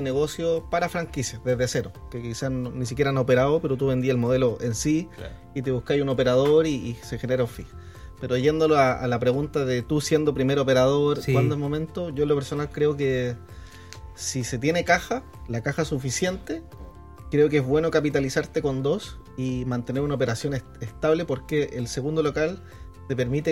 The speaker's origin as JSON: {"language": "Spanish", "country": "Chile", "said": "muchos chilenos fueron a Brasil y todos queríamos comer azaí."}